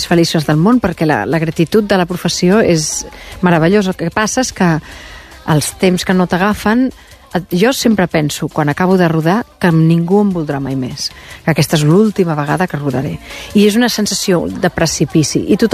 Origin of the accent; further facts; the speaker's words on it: Barcelona, Catalonia, Spain; Ah, sí, clar, jo no soc del Passeig Bonanova, soc de Major